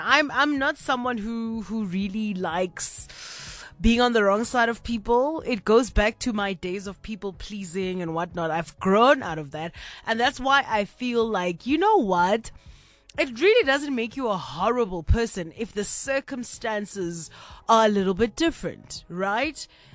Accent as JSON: {"language": "English", "country": "South Africa", "said": "even we as the South African market were like, hey, man, what's this new genre?"}